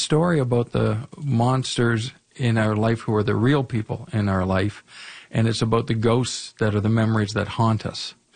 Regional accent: London, Ontario, Canada; having been born and raised in London, Ontario.

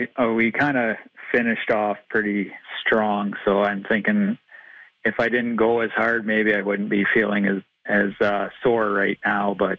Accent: Wingham, Ontario, Canada; now in Sarnia, Canada; Yeah, I guess just the initial idea was being born and raised in Wingham and kind of migrated to Sarnia for schooling and then kind of met my wife down here and been kind of my second half of my life has been Sarnia.

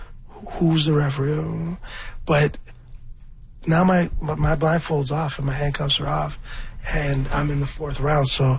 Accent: Scarborough, Ontario, Canada; I'm from Scarborough. I'm a rapper.

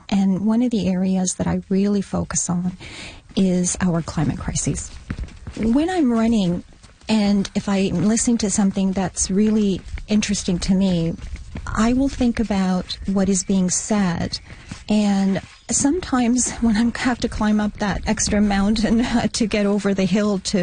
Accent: Mono, Ontario, Canada; I'm from Mono, Ontario.

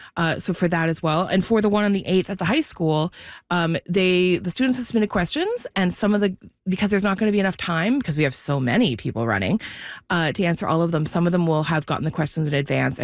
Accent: Kingston, Ontario, Canada; I'm from Kingston, so maybe I'm thinking like Sir John A. McDonald.

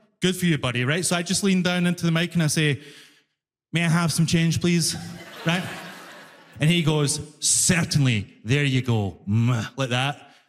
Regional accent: Glasgow, Scotland, United Kingdom; Because that's the thing, I'm from Glasgow, right? If you don't know, Glasgow is the knife crime capital

